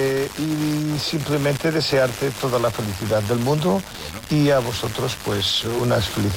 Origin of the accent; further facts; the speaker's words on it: Portugal; Spanish is a second language; Soy portugués.